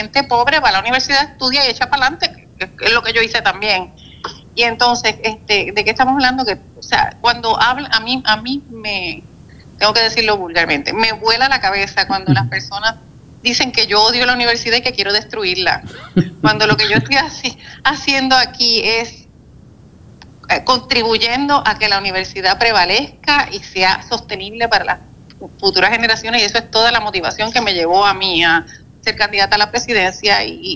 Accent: Puerto Rico; aunque algunos reclaman que yo soy de afuera y que no pertenezco, yo soy una mujer puertorriqueña, luchadora, madre de 5 hijos

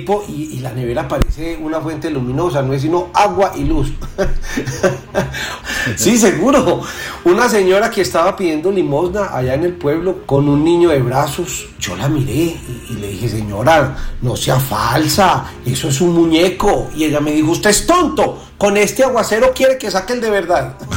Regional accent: Colombia; yo soy de Colombia

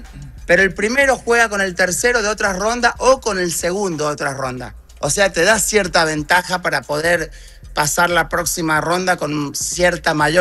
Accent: Argentina; como argentino no quiero que gane nunca Brasil

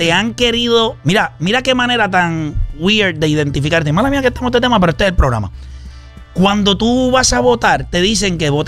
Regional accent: Las Piedras, Puerto Rico; moved away as an adult; also born or lived in Humacao, Puerto Rico; now in Caguas, Puerto Rico; yo nací en un Macao, me crié en las piedras.

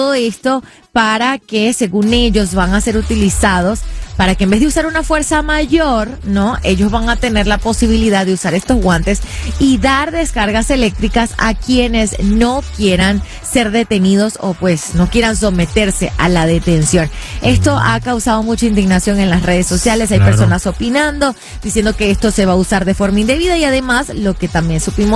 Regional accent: Venezuela; Como saben, yo soy venezolana

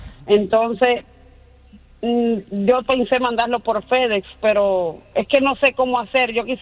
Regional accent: Cuba; No, yo soy cubana.

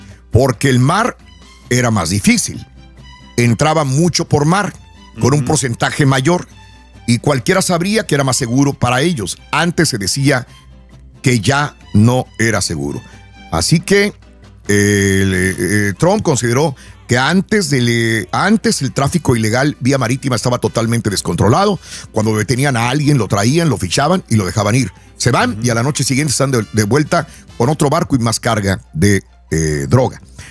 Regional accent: Mexico; No pasa nada. Somos mexicanos, ¿verdad, Carita?

